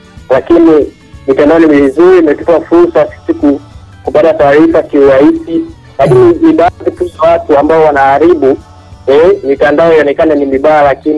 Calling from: Dar es Salaam, Tanzania; natokea Dar es Salaam Chanika.

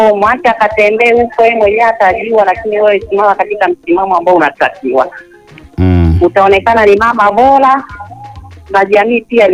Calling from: Chanika, Dar es Salaam, Tanzania; Niko Chanika

